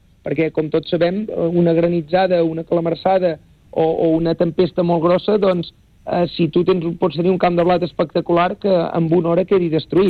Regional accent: Esponellà, Catalonia, Spain; jo que sóc del municipi d'Esponellà

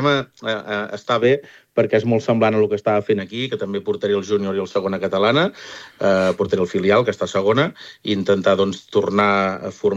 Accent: Vilablareix, Catalonia, Spain; soc de Vilablareig, ho tinc aquí al costat

